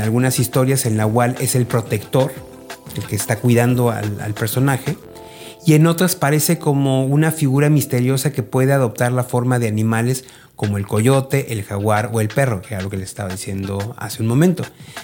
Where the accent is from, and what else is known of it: Mexico